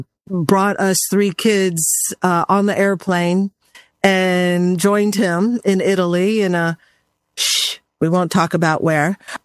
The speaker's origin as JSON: {"language": "English", "town": "Angeles", "region": "Central Luzon", "country": "Philippines", "tie": "born there", "said": "I was born in 1966 in Angeles, Pampanga in the Philippines."}